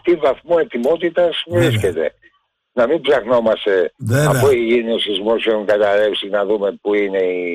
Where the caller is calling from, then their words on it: Piraeus, Attica, Greece; από τον Πειραιά.